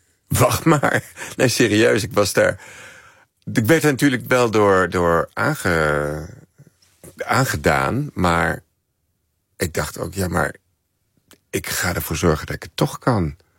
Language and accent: Dutch; Amstelveen, North Holland, Netherlands; bibliotheek in Amstelveen, waar ik opgroeide